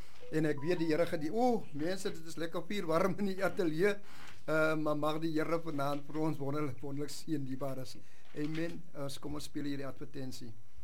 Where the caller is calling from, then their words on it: Wellington, Western Cape, South Africa; Ek is ook ingeskakel uit die Boland, Wellington.